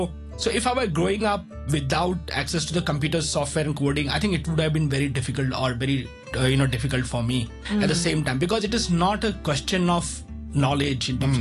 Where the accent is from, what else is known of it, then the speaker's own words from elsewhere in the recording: Mumbai, Maharashtra, India; when I was growing up in Mumbai, I had a mentor, and I started understanding more about, okay, what should I do?